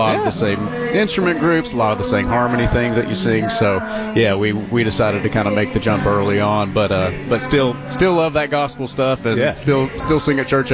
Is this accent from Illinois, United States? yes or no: no; Williamsburg, Kentucky, United States; now in Lexington, United States; I sing in the band with my brother Alec. We are from Williamsburg, Kentucky, originally down in southeast Kentucky.